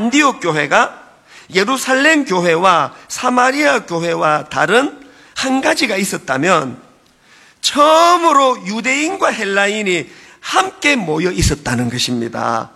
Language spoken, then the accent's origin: Korean; Gyeongsang, South Korea; born there; 저는 경상도 사람이에요. 태어나 보니까 부모님이 그쪽에서 저를 낳으셨더라고요.